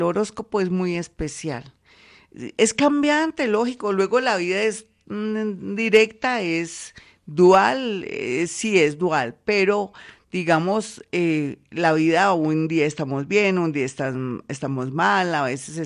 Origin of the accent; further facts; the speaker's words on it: Colombia; como somos los colombianos